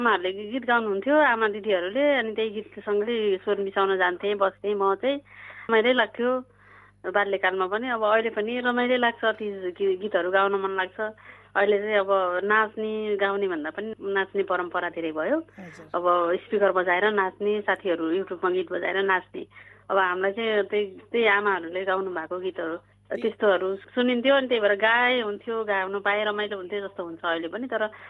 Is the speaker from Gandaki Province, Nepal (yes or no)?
yes; Gorkha, Gandaki Province, Nepal; moved away as an adult; also born or lived in Kathmandu / Pokhara; now in Jitpur Simara, Nepal; पढेको चाहिँ मैले गोर्खामै, मेरो जन्मस्थान गोर्खा, गोर्खा जिल्लाको श्री अमरज्योति जनता माभिबाट मैले 2061 सालमा एसएलसी गरेँ। अनि काठमाडौँ हुँदै, पोखरा हुँदै, क्याम्पस पढ्दै